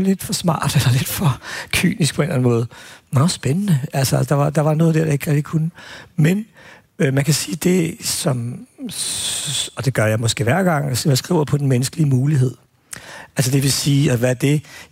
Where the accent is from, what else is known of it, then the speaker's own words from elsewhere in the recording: Albertslund, Capital Region of Denmark, Denmark; jeg er jo vokset op, jeg er sådan lidt arveligt belastet, fordi at jeg voksede op i Appelslund, hvor vi havde to fængsler.